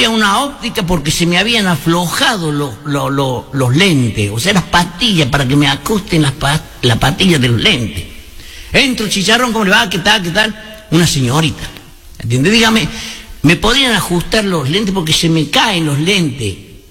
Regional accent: Córdoba, Argentina; que nadie se da cuenta por la tonada que tengo. Nadie se da cuenta que soy de Córdoba.

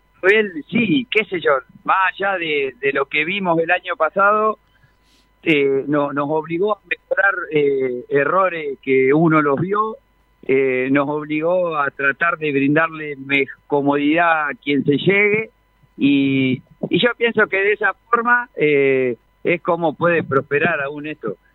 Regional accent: General Madariaga, Buenos Aires Province, Argentina; es un lujo decir soy de Madariaga

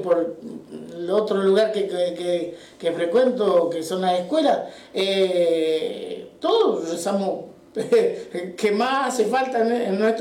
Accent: San Justo, Argentina; born there

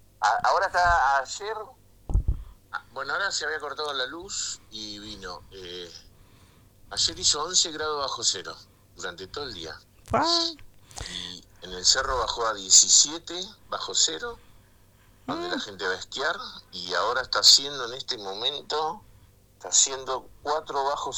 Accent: Buenos Aires, Argentina; now in Tierra del Fuego, Argentina; yo soy de Buenos Aires, pero hace más de 40 años que vivo acá.

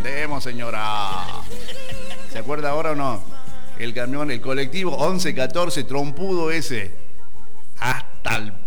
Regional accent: Argentina

